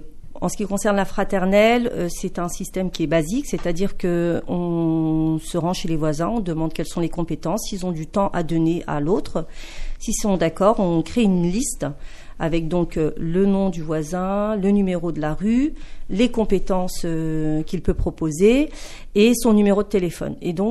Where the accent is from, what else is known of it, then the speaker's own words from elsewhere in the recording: Longwy, Grand Est, France; je suis originaire de Gourincourt